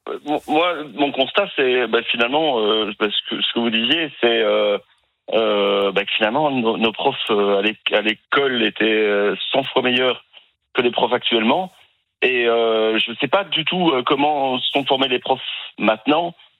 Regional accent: Belgium; now in France; Moi, je suis belge et j'ai tellement de mauvais échos sur le public en France

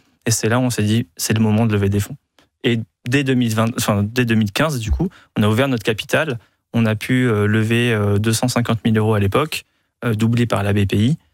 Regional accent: Bordeaux, Nouvelle-Aquitaine, France; Moi, je viens de Bordeaux, donc c'est la région.

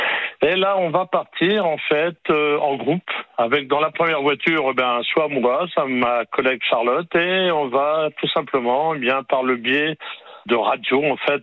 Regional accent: Normandy, France; On est normand, nous.

